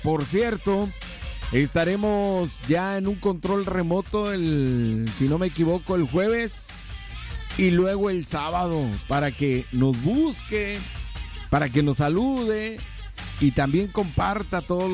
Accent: Ciudad Victoria, Tamaulipas, Mexico; born there; he dicho que me hicieron en Monterrey, pero nací en Ciudad Victoria, Tamaulipas

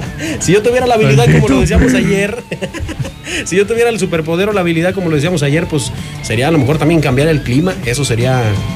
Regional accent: San Luis Potosí, Mexico; yo soy oriundo de aquí del Saucito

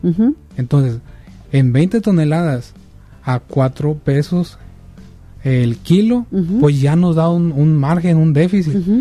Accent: Mexico; Tenemos que estar como mexicanos unidos

